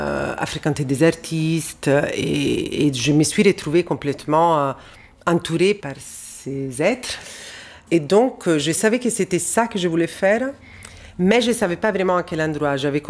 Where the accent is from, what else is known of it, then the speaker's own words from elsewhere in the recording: Rome, Lazio, Italy; Moi, j'ai grandi à Rome et j'étais adolescente, disons, dans les années 90